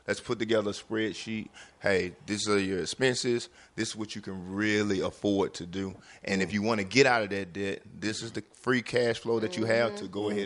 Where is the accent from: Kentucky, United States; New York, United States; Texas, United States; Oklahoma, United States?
New York, United States; we're from New York